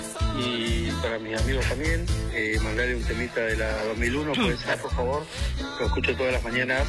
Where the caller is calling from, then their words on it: Chimpay, Río Negro, Argentina; Localidad de Chincay, pionero.